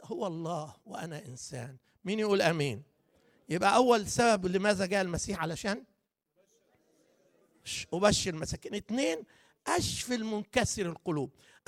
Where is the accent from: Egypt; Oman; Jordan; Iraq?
Egypt; Upper Egypt; now in Netherlands; انا اخوكم صعيدي